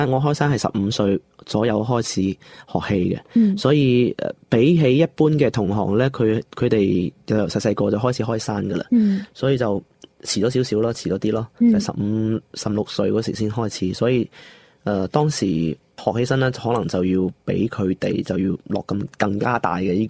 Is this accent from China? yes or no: yes; Guangzhou, Guangdong, China; first language Mandarin; Cantonese is a second language; 本身我屋企咧就系部队家庭嚟嘅，虽然我喺广州出世啦，但系我嘅第一语言可能都系普通话为主。